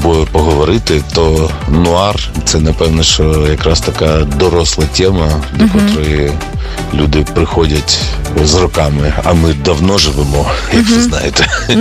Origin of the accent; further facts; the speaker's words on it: Kharkiv, Kharkiv Oblast, Ukraine; ми ще заїдемо до нашого рідного міста Харків